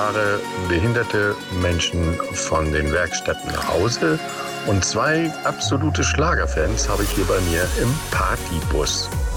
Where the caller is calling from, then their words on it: Aachen, North Rhine-Westphalia, Germany; Ich komme aus Aachen